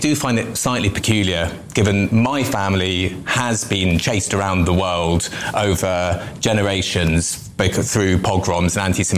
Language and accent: English; United Kingdom